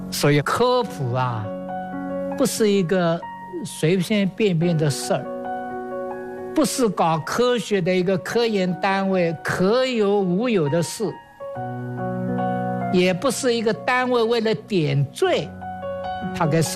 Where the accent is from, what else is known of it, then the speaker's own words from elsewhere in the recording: Suzhou, Jiangsu, China; moved away; 我在小时候，我老家苏州